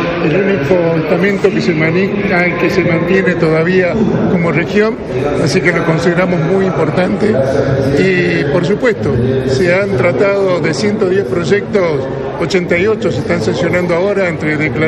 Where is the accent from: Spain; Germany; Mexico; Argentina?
Argentina; Norte Grande